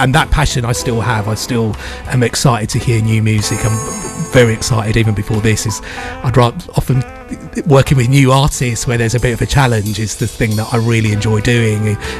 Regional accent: London, United Kingdom; And I grew up in London

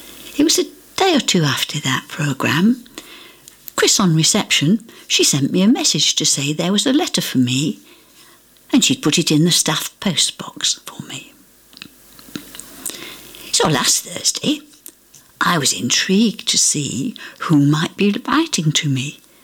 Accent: Foulridge, North West England, United Kingdom; also born or lived in Skipton; I was born in Skipton, my father's hometown. But as my father was away in India when I made my appearance in this world, my mum and I, well, we lived with her parents just over the Lancashire border in a little village called Foulridge.

